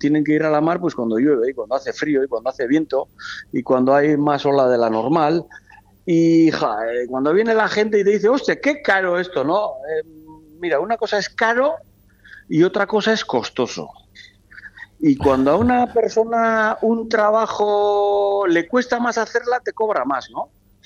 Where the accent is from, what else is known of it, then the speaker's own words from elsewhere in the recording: Ondarroa, Basque Country, Spain; hemos vivido, hemos crecido, hemos comido gracias a que nuestro padre pues pescaba merluza en Ondarroa.